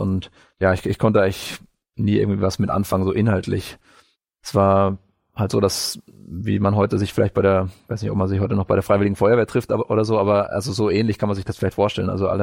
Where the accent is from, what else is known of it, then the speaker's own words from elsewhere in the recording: Bavaria, Germany; Ja, also ich bin in einem nicht-christlichen Elternhaus groß geworden. Ich komme ursprünglich aus Bayern, aus Nordbayern, aus dem schönen Frankenland.